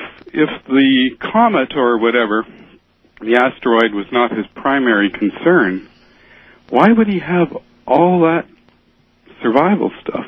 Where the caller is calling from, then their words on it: Toronto, Ontario, Canada; I'm in Toronto, Canada.